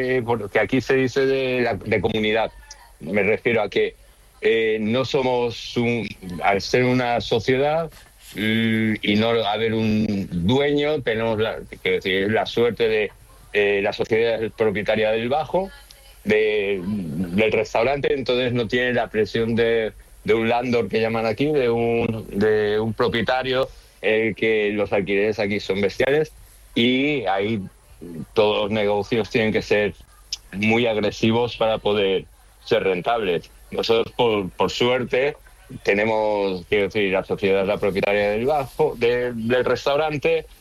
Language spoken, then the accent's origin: Spanish; Spain; now in United States; las reuniones de españoles, pues siempre hablamos de España y hablamos de lo que pasa en España, de problemas, que no sé cuántos, luego los problemas que de inmigrante tienes aquí en Estados Unidos